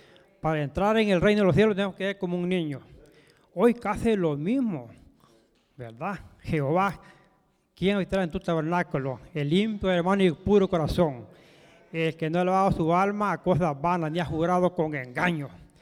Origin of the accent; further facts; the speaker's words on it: Osicala, Morazán, El Salvador; Soy de San Salvador, departamento de Morazán, un pueblo que se llama Osicala, un cantón Aguazarca.